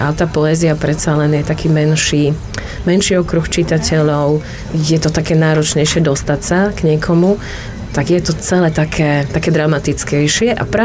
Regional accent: Prešov, Prešov Region, Slovakia; moved away as an adult; now in Ružomberok, Slovakia; stále som Prešovčanka

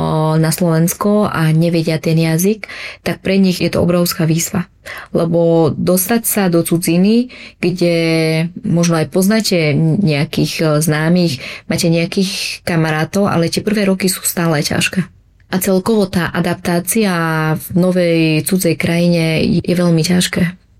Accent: Vietnam; Slovak is a second language; now in Slovakia; tie prvé roky, ktoré som prišla na Slovensko a tak ako som spomenula, že som bola sama Vietnamka na celej škole

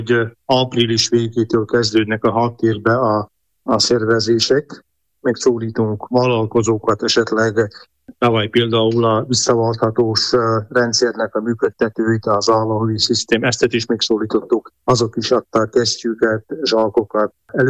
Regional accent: Szete, Nitra Region, Slovakia; Én is Ipolynál születtem, mert Szetéről származok, az is az Ipoly menti falucska.

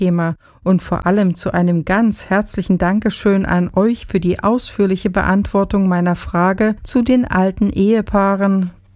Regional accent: Gera, Thuringia, Germany; denn auch in meiner Heimatstadt Gera dreht sich momentan vieles um die Straßenbahn.

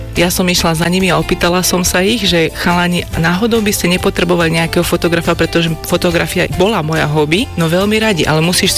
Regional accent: Bojnice, Trenčín Region, Slovakia; born there; now in Bratislava, Slovakia; mám 37 rokov. Narodila som sa v Bojniciach v Prievidzi, ale bývam a pôsobím v Bratislave a pracujem ako profesionálna fotografka.

